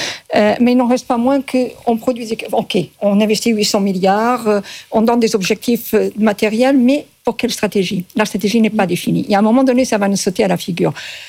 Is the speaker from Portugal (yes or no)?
yes; Portugal; Moi, je suis portugaise à 100%.